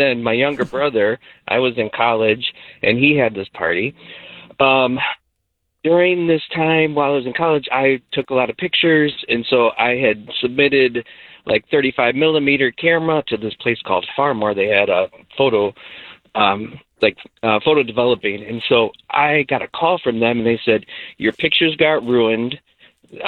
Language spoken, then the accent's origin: English; Racine, Wisconsin, United States; now in Franklin, United States; I grew up in Racine